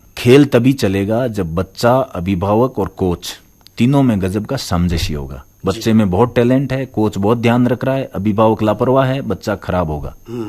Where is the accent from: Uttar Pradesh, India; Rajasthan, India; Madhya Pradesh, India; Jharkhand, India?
Rajasthan, India; Nagaur; यहाँ नागौर का मेरा गांव कालड़ी है